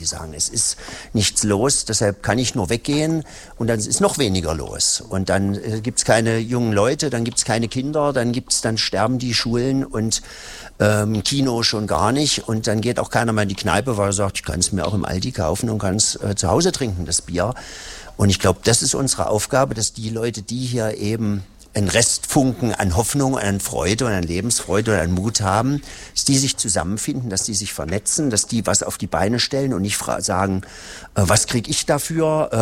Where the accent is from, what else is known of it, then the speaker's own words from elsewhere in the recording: Hettstedt, Saxony-Anhalt, Germany; also born or lived in Halle; now in Eisleben, Germany; Ich komme nämlich aus Hettstedt.